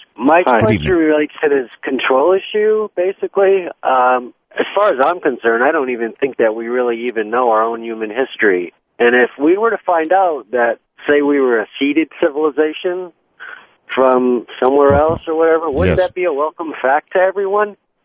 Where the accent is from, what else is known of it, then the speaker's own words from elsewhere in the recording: Georgia, United States; also born or lived in Northeast US; now in Florida, United States; I grew up